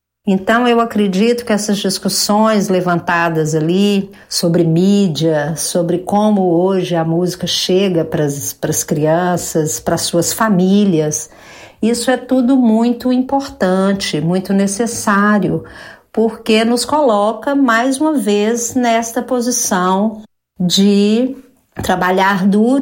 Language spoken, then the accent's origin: Portuguese; Belo Horizonte, Minas Gerais, Brazil; foi muito emocionante participar do 17º encontro do MOSILIC em Belo Horizonte, minha cidade onde eu cresci, e receber os amigos ali foi especial.